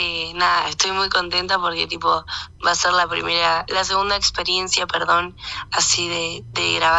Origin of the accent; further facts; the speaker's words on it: Argentina; moved away as an adult; now in Punta del Este, Uruguay; Yo soy de Maldonado, Punta del Este, pero bueno, soy argentina. Y nada, me vine hace 2 años más o menos.